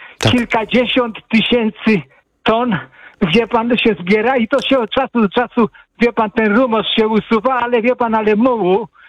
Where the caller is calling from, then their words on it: Płock, Masovian Voivodeship, Poland; Ja jestem z Płocka